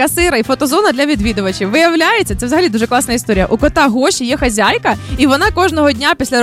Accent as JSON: {"language": "Ukrainian", "region": "Kirovohrad Oblast", "country": "Ukraine", "tie": "born or raised there", "said": "На моїй рідній Кропивниччині"}